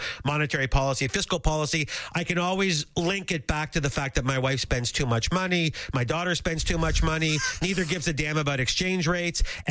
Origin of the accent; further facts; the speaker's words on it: Toronto, Ontario, Canada; I grew up in North York at Don Mills and Finch, and yeah. that's exactly where I live right now, 10 houses from where I grew up.